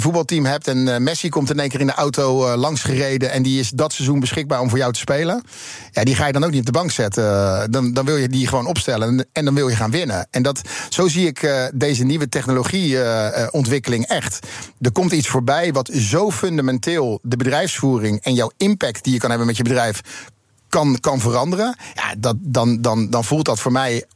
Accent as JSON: {"language": "Dutch", "country": "Netherlands", "tie": "born or raised there", "said": "ik ben heel blij met waar ik ben opgegroeid."}